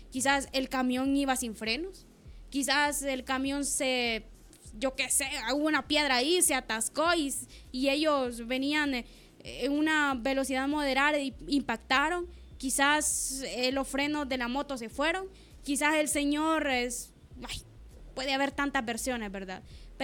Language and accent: Spanish; Santa Catarina, Intibucá, Honduras; Soy de Intibucá. ¿De qué lugar es? De Santa Catarina.